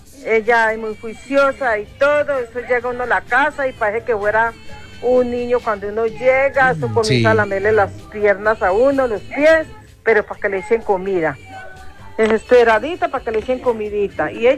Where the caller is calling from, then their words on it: Calarcá, Quindío, Colombia; de Calarcá.